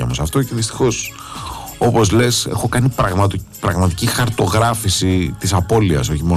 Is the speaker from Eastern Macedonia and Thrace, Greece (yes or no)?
no; Athens, Attica, Greece; Δυστυχώς φίλε μου είμαι Αθηναίος